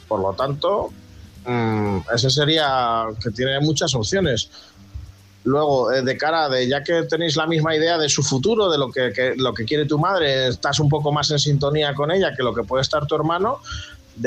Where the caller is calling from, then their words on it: Palencia, Castile and León, Spain; corresponsal de Palencia.